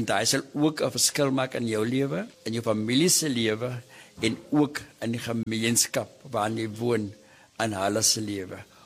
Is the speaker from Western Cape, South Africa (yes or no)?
yes; Worcester, Western Cape, South Africa; moved away as an adult; Gebore en getoe in Woester. Ek is 'n woewoe kind, soos ons sê, Woester.